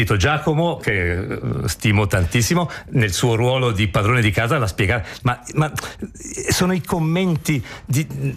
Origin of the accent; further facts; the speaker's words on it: Switzerland; io dirò sempre da svizzero, e non me ne faccio certo, nessun problema, che quel calcio di rigore è perlomeno dubbio, non perché è a favore della mia nazionale che devo sdoganare tutto.